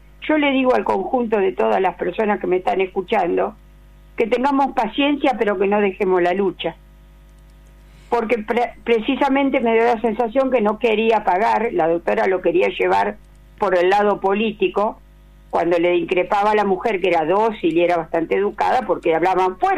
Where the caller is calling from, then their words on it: San Martín, Buenos Aires Province, Argentina; Estoy en este momento en San Martín.